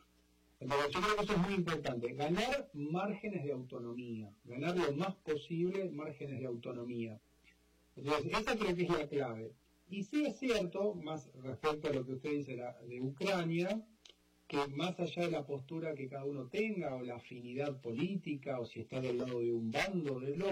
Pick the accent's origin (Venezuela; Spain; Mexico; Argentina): Argentina